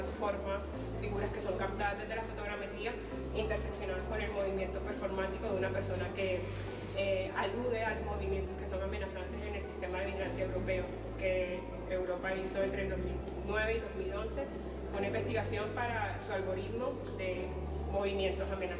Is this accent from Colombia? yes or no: yes; Cartagena, Bolívar, Colombia; moved away as an adult; also born or lived in Bogotá, Colombia; now in Madrid, Spain; que soy de Colombia, Cartagena, Colombia